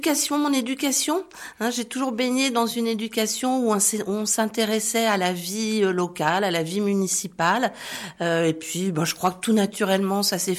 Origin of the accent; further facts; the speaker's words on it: La Guerche-sur-l'Aubois, Centre-Val de Loire, France; moved away as an adult; also born or lived in Tours; now in Nevers, France; je suis née à Nevers. Bien que voisine, en fait, je suis berrichonne, puisque je suis de la Guerche sur l'Aubois. Donc, j'ai fait mes études dans le Cher, puis à Tours, et je suis revenue en 1991 à Nevers